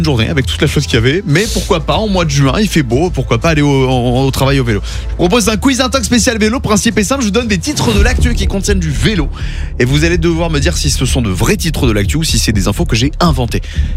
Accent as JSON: {"language": "French", "region": "Grand Est", "country": "France", "said": "un vélo de location Vélop de chez nous en Alsace, de Strasbourg."}